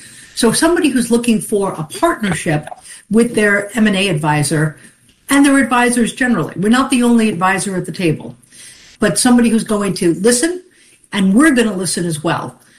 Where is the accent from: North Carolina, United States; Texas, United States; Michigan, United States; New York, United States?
New York, United States; Long Island; I'm a kid from Long Island and think that, you know, if you've been able to create that, God bless you